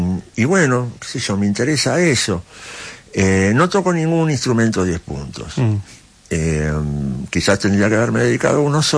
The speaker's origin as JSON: {"language": "Spanish", "town": "Ciudad Evita", "region": "Buenos Aires Province", "country": "Argentina", "said": "yo vengo de Ciudad de Vita, soy un pibe clase media baja"}